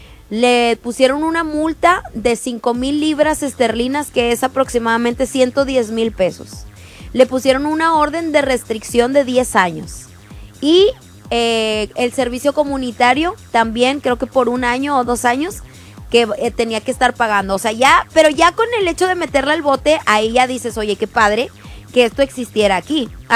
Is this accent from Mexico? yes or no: yes; Mexico; porque somos familia, porque somos mexicanos.